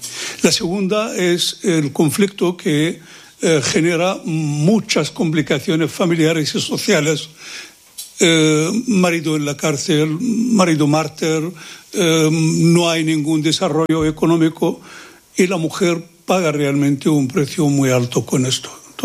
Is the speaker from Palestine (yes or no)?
yes; Palestine; Spanish is a second language; moved away as an adult; yo llegué como un estudiante militante desde Palestina. Yo no tengo ningún problema, sino todo el orgullo del mundo. Llegué militando el Partido Comunista Palestino, por tradición familiar.